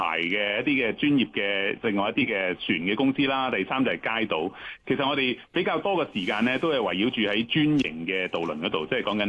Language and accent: Cantonese; Hong Kong; 我们香港人